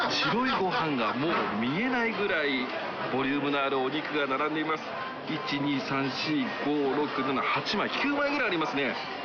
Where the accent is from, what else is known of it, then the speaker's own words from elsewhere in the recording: Chiba, Japan; now in Hokkaido, Japan; 私千葉県出身で